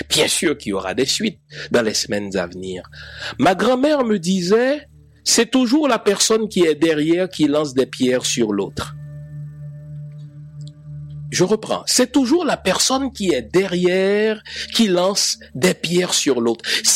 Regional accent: Haiti; Dans le sens qu'en tant qu'haïtien, j'ai fait la paix avec la spiritualité de mes ancêtres.

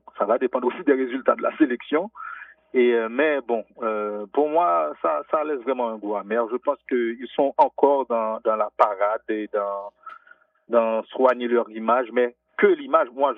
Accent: Haiti; Mais non, je ne suis pas brésilien, je suis haïtien.

